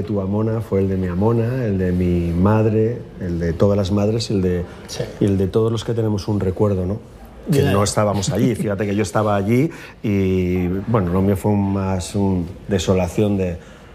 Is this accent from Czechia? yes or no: no; Irún, Basque Country, Spain; Yo soy de allí también, soy de Irún.